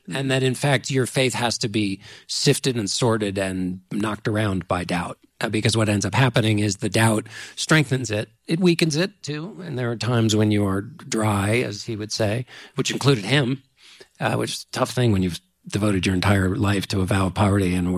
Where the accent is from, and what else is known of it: Washington, District of Columbia, United States